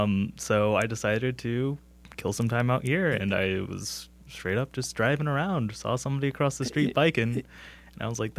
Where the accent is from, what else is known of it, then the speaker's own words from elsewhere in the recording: Gainesville, Florida, United States; also born or lived in New Jersey; Let's see, I am from Florida, Gainesville, Florida, actually. Raised up there, born in New England, actually. It's pretty funny.